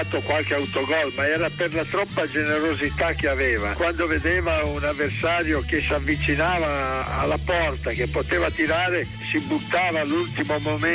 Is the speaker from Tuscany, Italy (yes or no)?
yes; Tuscany, Italy; Io toscano